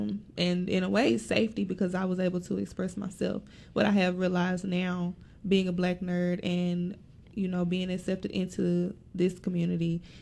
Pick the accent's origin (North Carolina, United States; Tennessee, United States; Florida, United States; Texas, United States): Tennessee, United States; Memphis; moved away; being a black nerd, growing up being a black nerd, was difficult because I'm from Memphis originally